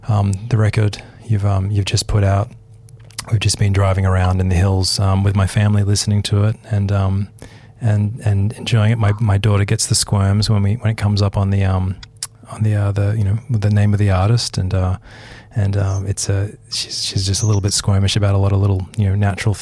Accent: Australia; I'm an Australian

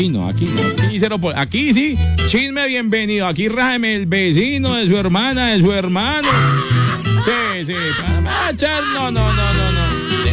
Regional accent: Colombia; Hombre, somos colombianos y resolvemos.

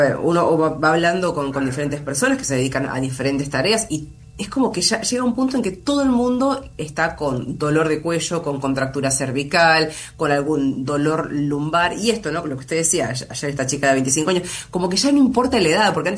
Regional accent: Argentina

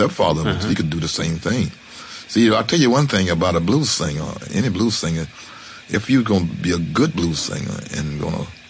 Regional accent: Memphis, Tennessee, United States; And I'm from Memphis.

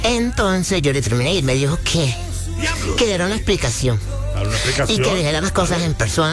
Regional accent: Caribbean coast, Colombia; Yo soy costeño, yo soy de la costa.

